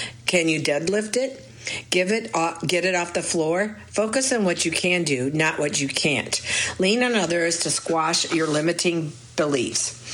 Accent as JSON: {"language": "English", "town": "Louisville", "region": "Kentucky", "country": "United States", "tie": "born or raised there", "said": "I grew up in Louisville. As a Black physically disabled child, a wheelchair user, I was often the only and the first."}